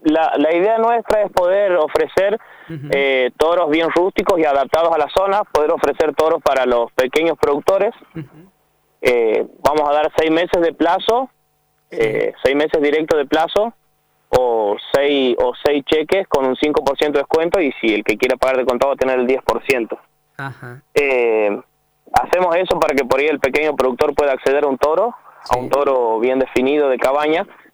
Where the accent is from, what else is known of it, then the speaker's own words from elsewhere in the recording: Malbrán, Santiago del Estero, Argentina; yo soy acá, oriundo de Malbrán, vivo acá